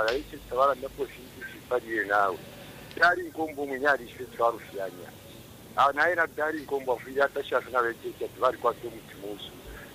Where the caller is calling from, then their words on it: Kasama, Northern Province, Zambia; Yes, I'm calling you from Kasama